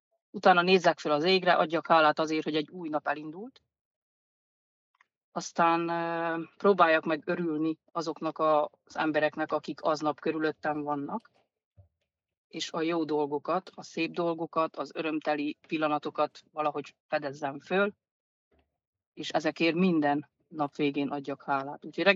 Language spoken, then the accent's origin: Hungarian; Hungary; Magyarok vagyunk